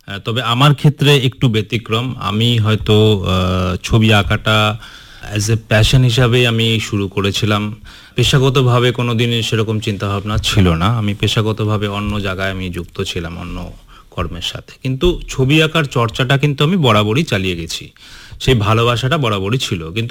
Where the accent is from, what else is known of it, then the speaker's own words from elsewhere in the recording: Siliguri, West Bengal, India; আমি শিলিগুড়িরই বাসিন্দা